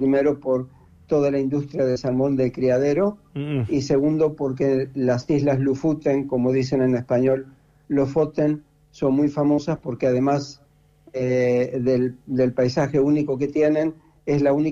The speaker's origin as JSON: {"language": "Spanish", "country": "Argentina", "moved": "yes", "lives_now": "Norway", "said": "hace 38 años que vivo en Noruega y hace 33 que soy noruego, y pude mantener el pasaporte argentino"}